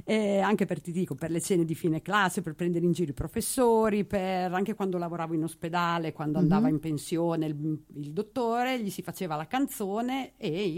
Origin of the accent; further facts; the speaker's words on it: Rimini, Emilia-Romagna, Italy; Io sono di Rimini.